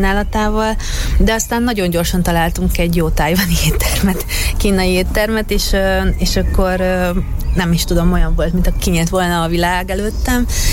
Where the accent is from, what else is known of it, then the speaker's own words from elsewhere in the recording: Szeged, Csongrád-Csanád, Hungary; moved away as an adult; also born or lived in Japan / China / Singapore / India; ugye én szegedi vagyok